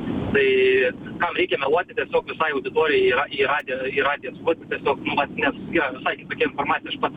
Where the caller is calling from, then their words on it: Vilnius, Vilnius County, Lithuania; esu Vilnietis